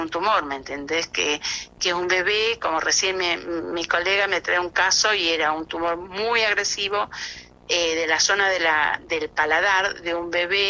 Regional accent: Trenque Lauquen, Buenos Aires Province, Argentina; Yo soy de Trenquelauquen

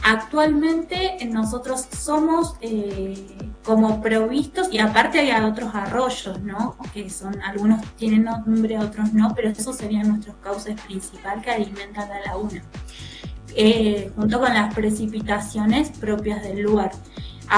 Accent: Patagonia, Argentina; He vivido en todos lados y lo que pasa es que a mí me tiran mis raíces. Yo soy bosque andino patagónica, pero no quita de que siento un amor profundo por la exuberancia de Misiones

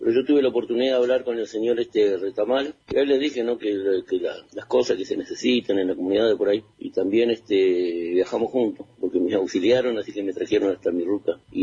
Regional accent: Argentina; Todos somos argentinos y todos tenemos el mismo derecho de poder que lo atiendan.

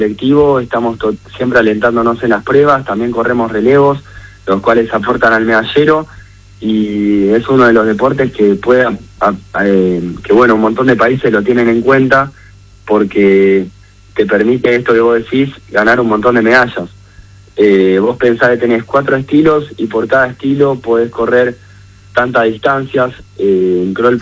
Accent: Argentina

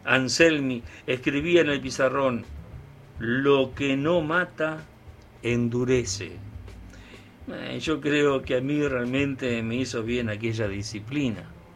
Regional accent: El Trébol, Santa Fe, Argentina; producto de mis primeros y largos años en la escuela Doctor Antelo número 60 del Trébol, mi pueblo de crianza.

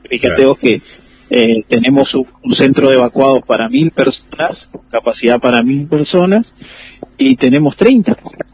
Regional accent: Paso de los Libres, Corrientes, Argentina; todos los que somos de acá de Pozo de los Libres sabemos que una o dos veces al año tenemos estas crecidas

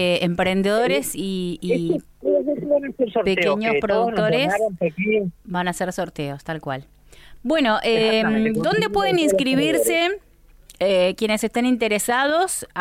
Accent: Santa Cruz, Argentina; que cada vez seamos más los santacruceños que nos animemos a ponernos las zapatillas y salir a correr.

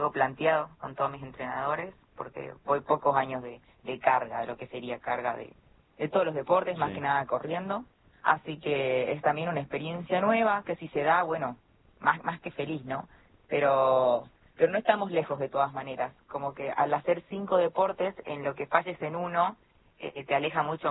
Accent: Salta, Argentina; now in Buenos Aires, Argentina; De Salta. Salta Capital.

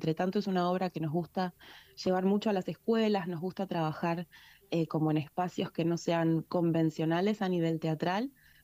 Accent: Neuquén, Argentina; moved away as an adult; now in the comarca, Argentina; Yo, por ejemplo, soy de Neuquén

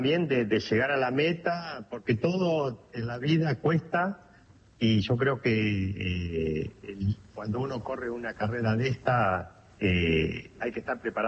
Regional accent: Argentina; moved away; la idea era correr en Argentina, que tuve muy pocas posibilidades de correr en mi país

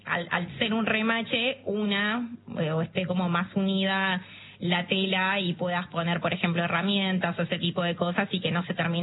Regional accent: Misiones, Argentina; moved away as an adult; now in Mar del Plata, Argentina; Estudié en la Universidad Nacional de Mar del Plata, yo soy de Misiones. Cuando termino el colegio me voy a vivir a Mar del Plata.

